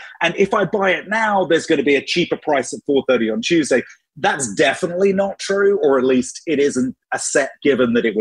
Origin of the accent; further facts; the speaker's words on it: United Kingdom; moved away as an adult; now in United States; I grew up in Britain. I've lived in America for most of my adult life, but I grew up in Britain.